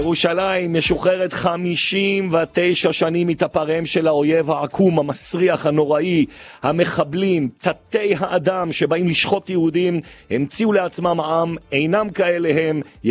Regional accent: Jerusalem, Jerusalem District, Israel; וזה עושר עילאי מבחינתי כירושלמי.

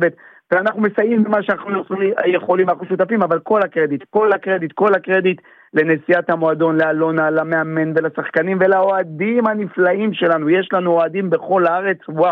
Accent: Beersheba, Southern District, Israel; אני נולדתי בבאר שבע

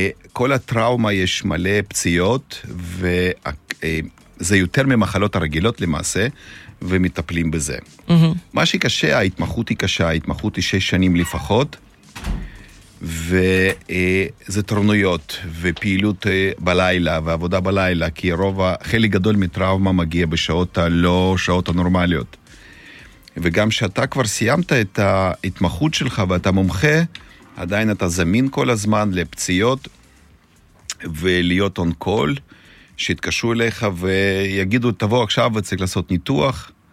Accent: Russia; now in Israel; במקור מברית המועצות.

